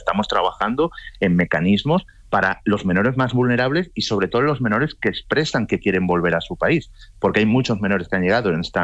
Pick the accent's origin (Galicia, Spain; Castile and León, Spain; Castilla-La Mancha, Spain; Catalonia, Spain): Galicia, Spain; Yo soy gallego, el Partido Popular lleva 40 años gobernando en Galicia.